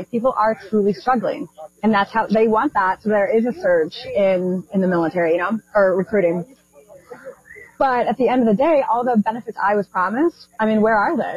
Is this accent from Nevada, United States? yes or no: no; Illinois, United States; I'm from Southern Illinois.